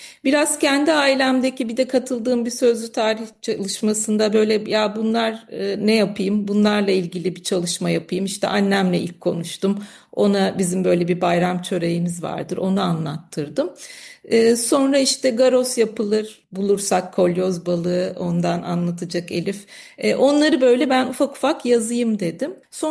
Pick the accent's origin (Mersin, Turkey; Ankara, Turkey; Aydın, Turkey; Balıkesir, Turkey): Balıkesir, Turkey; Marmara Island; Merhaba tekrar, iyi akşamlar herkese. Ben Marmara Adalıyım.